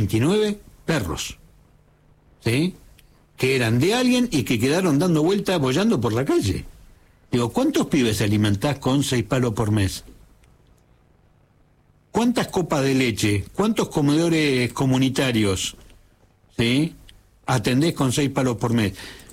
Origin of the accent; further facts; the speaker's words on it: Río Grande, Tierra del Fuego, Argentina; Yo recuerdo cuando era chico, vivíamos en Río Grande